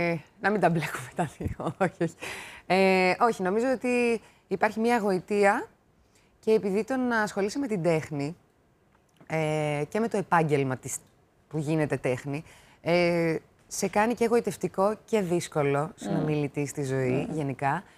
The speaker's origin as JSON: {"language": "Greek", "town": "Drama", "region": "Eastern Macedonia and Thrace", "country": "Greece", "tie": "born or raised there", "also_born_or_lived": "Thessaloniki / Patras", "lives_now": "Athens, Greece", "said": "εγώ γεννήθηκα στη Θεσσαλονίκη, μετά μεγάλωσα στη Δράμα, σπούδασα στην Πάτρα και ζω 10 χρόνια στην Αθήνα."}